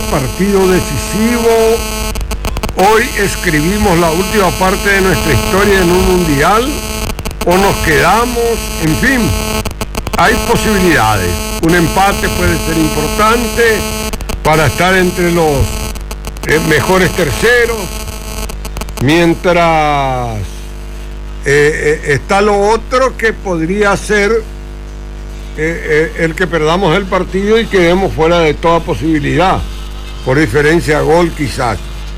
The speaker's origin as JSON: {"language": "Spanish", "country": "Paraguay", "said": "lo que uno puede sentir como paraguayo"}